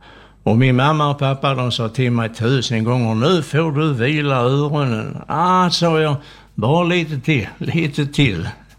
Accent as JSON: {"language": "Swedish", "town": "Malmö", "region": "Skåne", "country": "Sweden", "tie": "born or raised there", "lives_now": "Staffanstorp, Sweden", "said": "jag växte upp i ett litet mysigt samhälle i utkanten av Malmö som hette Valdemarsro. Där vi bodde grannar med Bulltofta flygfält på den tiden. Och nu pratar jag om i början på 50-talet."}